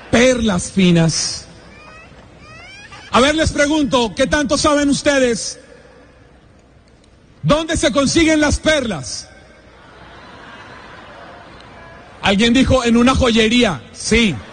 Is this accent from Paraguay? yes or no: no; Colombia; vengo desde Colombia, viajé muchísimo para llegar hoy aquí